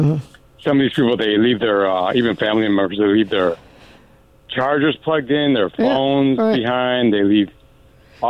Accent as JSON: {"language": "English", "town": "Chicago", "region": "Illinois", "country": "United States", "said": "I was from Chicago."}